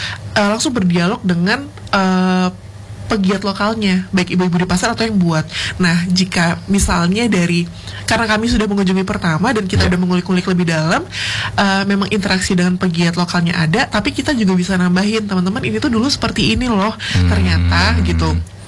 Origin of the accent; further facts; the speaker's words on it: Sumatra, Indonesia; Jadi karena saya dari Sumatera, dan kebetulan memang keluarga itu dari berbagai macam daerah. Ayah dari Jawa Timur, ibu dari Jawa Barat. Terus kami besar dan tinggal di Sumatera.